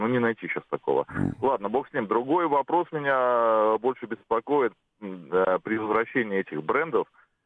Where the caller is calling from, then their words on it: Saint Petersburg, Russia; Я из Петербурга.